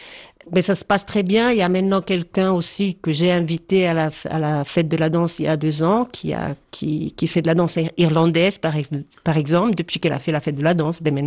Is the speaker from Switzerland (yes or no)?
yes; Poschiavo, Graubünden, Switzerland; also born or lived in Geneva; Quand j'étais à Genève et puis on me demandait et je disais je suis du Valpostiavo, je disais ah waouh chouette les montagnes etc. C'était différent quand je dis je retourne à Poschiavo.